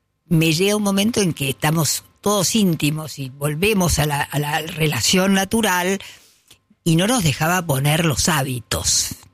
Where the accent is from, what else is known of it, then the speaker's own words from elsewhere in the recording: Argentina; Entonces, yo había pensado, digo … de la Argentina.